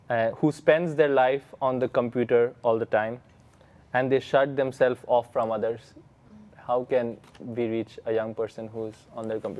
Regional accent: India; I'm Indian

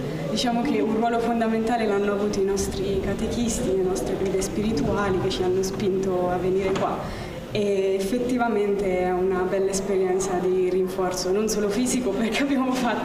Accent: Perugia, Umbria, Italy

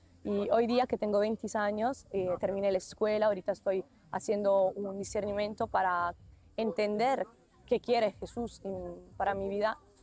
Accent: Italy; Spanish is a second language

